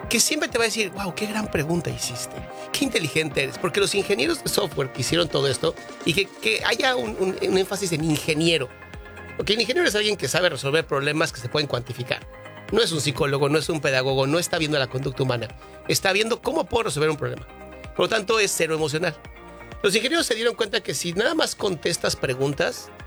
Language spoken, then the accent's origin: Spanish; Mexico; born there